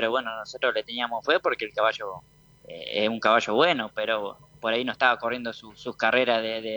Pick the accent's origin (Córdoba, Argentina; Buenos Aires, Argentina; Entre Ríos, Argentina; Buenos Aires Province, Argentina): Entre Ríos, Argentina; Colón; Yo soy de Colón, así que estoy también medio ahí mirándole a ver si ascendemos o no ascendemos.